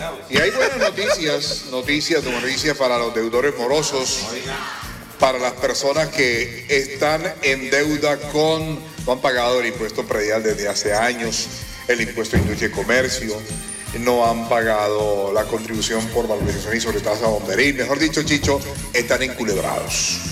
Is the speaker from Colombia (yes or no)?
yes; Colombia; colombianos somos así